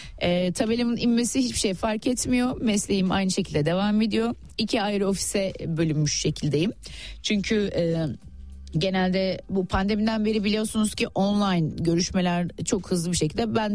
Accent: Yeşilköy, Istanbul, Turkey; Ben kendim de, ki hep bunu bahsediyorum, Yeşilköylüyüm.

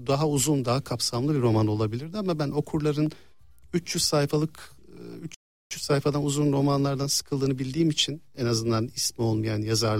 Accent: Istanbul, Turkey; İstanbul'da doğdum, büyüdüm. Hatta Ortaköy'de doğdum ve 10 yaşıma kadar da orada yaşadık. Sonra Kadıköy'e geçtik.

